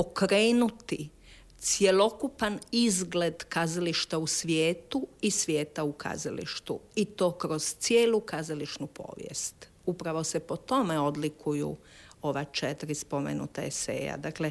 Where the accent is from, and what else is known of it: Croatia